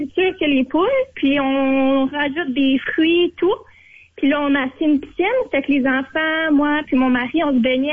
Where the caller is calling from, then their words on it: Quebec, Canada; Moi, je suis pas plus loin, la campagne peut être. Je suis à Duclos, c'est passé Wakefield.